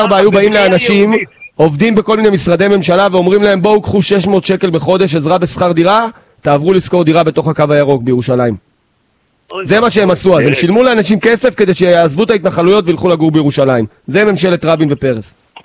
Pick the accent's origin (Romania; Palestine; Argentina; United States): Palestine; West Bank; גדלתי ביהודה ושומרון, נסענו פה בכבישים והיינו ברווזים במטווח, יהודים במטווח.